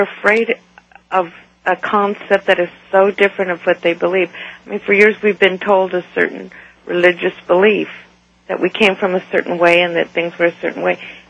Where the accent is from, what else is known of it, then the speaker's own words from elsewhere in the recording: United States; Well, I'm an Apache, and I'm from the Lakota Dakota oral tradition, and we talk about prayer all the time and how powerful prayer is.